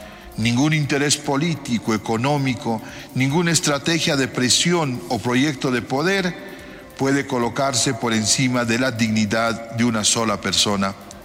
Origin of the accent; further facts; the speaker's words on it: Bolivia; este tiempo debe convertirse en una ocasión para hacer un examen de conciencia como bolivianos.